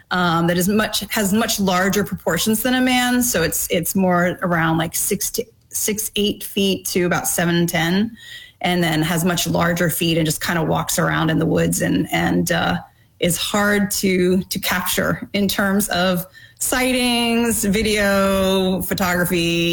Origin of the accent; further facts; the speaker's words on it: New Jersey, United States; now in Pacific Northwest, United States; I never knew they were called Bigfoot until I actually moved to Pacific Northwest. So I grew up in New Jersey.